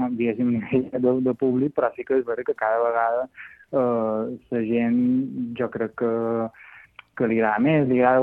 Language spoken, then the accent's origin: Catalan; Alcúdia, Balearic Islands, Spain; Sí, jo som d'Alcúdia, sí, i de fet, quan era, ja t'ho dic, que fa quasi 25 anys, o 23 o 24, que se fa el Via Fora, quan petit era figurant del Via Fora